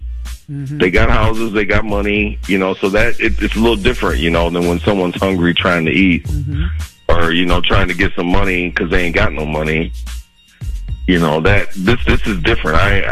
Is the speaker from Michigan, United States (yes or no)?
no; Minnesota, United States; I'm from Minnesota. I know how we are.